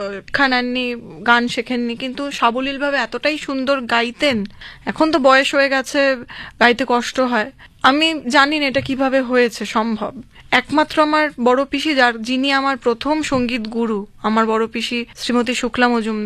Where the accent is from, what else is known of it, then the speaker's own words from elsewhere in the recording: Assam, India; born there; আমি আসামে জন্মেছি, ছোটবেলা থেকেই আমি এই পরিবেশে বড় হয়েছি, আমরা জয়েন্ট ফ্যামিলি।